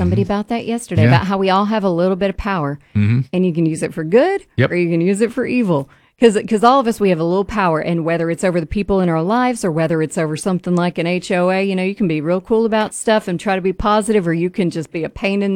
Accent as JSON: {"language": "English", "area": "the Shoals", "region": "Alabama", "country": "United States", "tie": "born or raised there", "moved": "yes", "lives_now": "Huntsville, United States", "said": "When I grew up in the Shoals"}